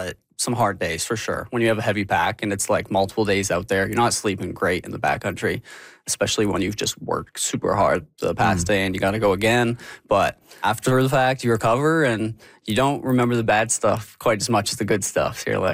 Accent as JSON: {"language": "English", "town": "Calgary", "region": "Alberta", "country": "Canada", "tie": "born or raised there", "said": "I grew up in Calgary, and the Canadian Rockies are just the home range."}